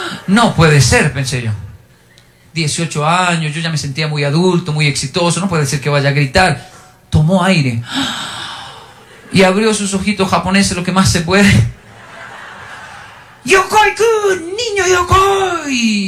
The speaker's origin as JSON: {"language": "Spanish", "country": "Colombia", "also_born_or_lived": "Japan", "said": "Yo debería ser así, que soy latino, colombiano"}